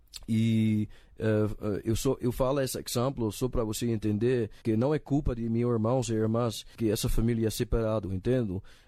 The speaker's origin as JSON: {"language": "Portuguese", "country": "Netherlands", "tie": "born or raised there", "also_born_or_lived": "Brazil", "second_language": "Portuguese", "said": "Quando eu fui criado na Holanda"}